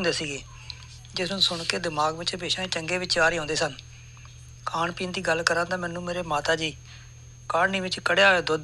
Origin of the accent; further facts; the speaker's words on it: Tarn Taran district, Punjab, India; ਮੇਰਾ ਜਨਮ ਪਿੰਡ ਸਹਬਾਜਪੁਰ ਜ਼ਿਲ੍ਹਾ ਤਰਨ ਤਾਰਨ ਵਿੱਚ ਹੋਇਆ ਸੀ।